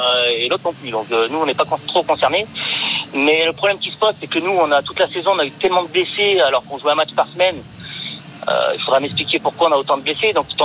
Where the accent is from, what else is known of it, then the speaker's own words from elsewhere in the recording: Saint-Étienne, Auvergne-Rhône-Alpes, France; Donc même en tant que Stéphanois, c'était un Lyonnais.